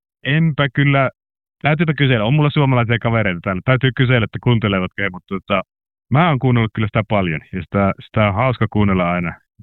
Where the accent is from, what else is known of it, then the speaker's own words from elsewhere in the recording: Suolahti, Central Finland, Finland; moved away as an adult; now in Canada; Mä vartuin tuolla Keski-Suomessa Suolahdessa Jyväskylän pohjoispuolella